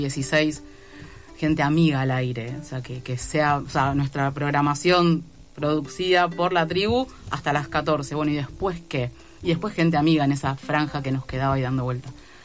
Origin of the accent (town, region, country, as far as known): Bahía Blanca, Buenos Aires Province, Argentina; moved away as an adult; now in Buenos Aires, Argentina